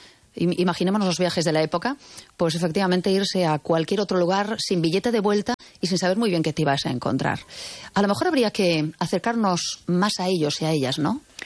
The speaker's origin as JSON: {"language": "Spanish", "town": "A Coruña", "region": "Galicia", "country": "Spain", "moved": "as an adult", "lives_now": "Rías Baixas, Spain", "said": "Yo soy coruñesa, estoy afincada ahora en las Rías Baixas"}